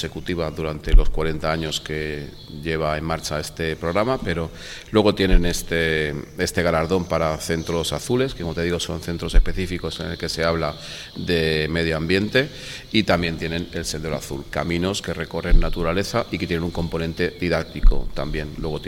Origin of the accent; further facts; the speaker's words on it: Benidorm, Valencian Community, Spain; Mira, yo soy nacido en Benidorm y me he criado en la playa de Benidorm y su arena.